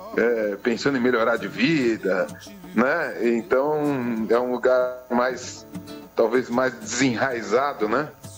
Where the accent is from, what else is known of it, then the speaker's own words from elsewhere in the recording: São Paulo, Brazil; Eu sou paulistano da Gema, né?